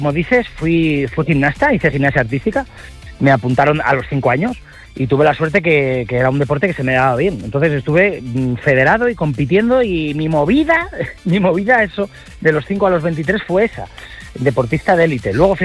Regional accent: Alicante, Valencian Community, Spain; ya que yo soy valenciano, soy de Alicante, soy de la mayor Terreta Almón.

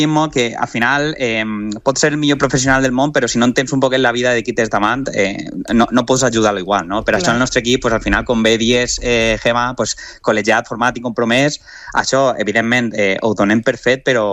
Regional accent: Valencian Community, Spain

